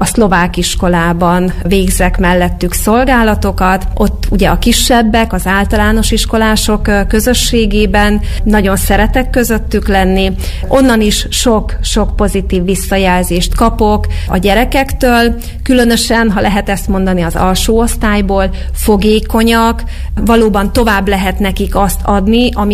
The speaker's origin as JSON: {"language": "Hungarian", "town": "Sátoraljaújhely", "region": "Borsod-Abaúj-Zemplén", "country": "Hungary", "tie": "born there", "also_born_or_lived": "Sárospatak / Szatmár", "moved": "as an adult", "said": "Újhelyi születésű és származású vagyok."}